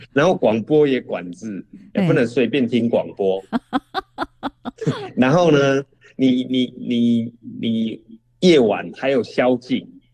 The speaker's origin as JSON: {"language": "Chinese", "country": "Taiwan", "said": "比如说他们我们台湾人没有办法想象"}